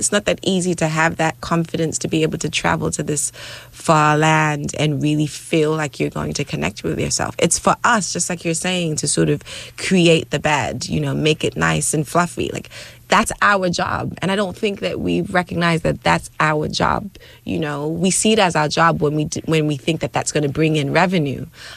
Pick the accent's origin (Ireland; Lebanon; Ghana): Ghana; born there; I'm a Ghanaian. I was born in Ghana. I can speak my language